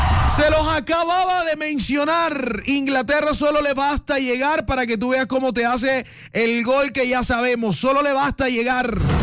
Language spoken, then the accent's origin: Spanish; Caribbean Region, Colombia; now in Bogotá, Colombia; Soy costeño, pero me siento querido por esta hermosa ciudad